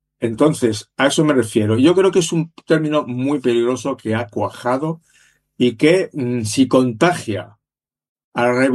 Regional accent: Madrid, Community of Madrid, Spain; los que no tenemos ninguna nacionalidad, pues somos de Madrid

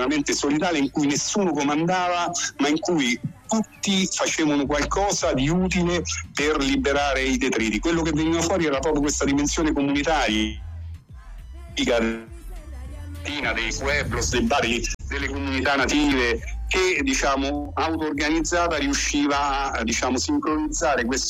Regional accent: Terni, Umbria, Italy; io che sono di Terni

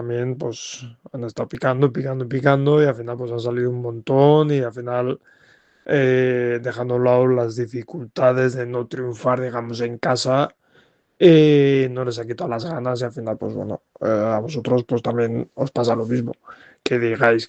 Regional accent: Madrid, Community of Madrid, Spain; Madrid siempre ha sido nuestra, bueno, es mi segunda casa como madrileño. Nacido allí es tocar en casa

